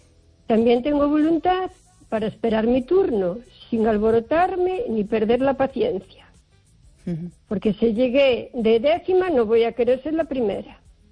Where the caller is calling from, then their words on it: O Carballiño, Galicia, Spain; de Carballiño.